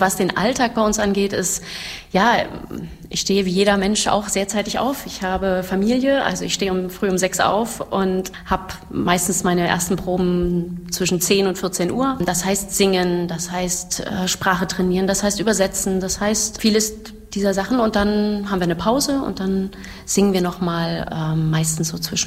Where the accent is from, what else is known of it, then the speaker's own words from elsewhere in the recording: Berlin, Germany; also born or lived in Weimar; now in Halle, Germany; bin ich gebürtige Hallenserin, weil ich eben, wie schon gesagt, hier im Kröllwitzer Krankenhaus geboren wurde, war aber dann eine ganze Weile nicht hier, weil ich in Berlin dann weiterhin groß geworden bin, studiert habe und mich der Zufall nach Halle zurückgebracht hat.